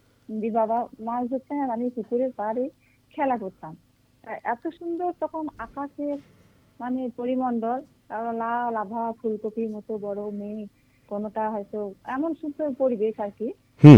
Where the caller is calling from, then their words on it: Birbhum district, West Bengal, India; আমি বীরভূম জেলা থেকে বলছি, তেজহাটি গ্রাম থেকে।